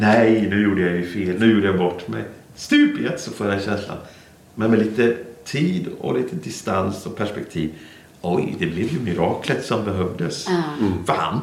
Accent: Albania; accent: North Albanian dialect; Och jag pratar en nordalbansk dialekt.

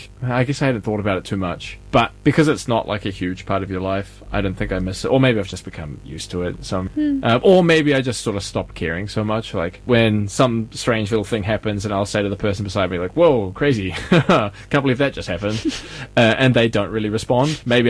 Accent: New Zealand; now in Sweden; when I first came to Sweden, my first thing, even before I moved here, is sort of like, okay, as New Zealander, what do you have? You have rugby.

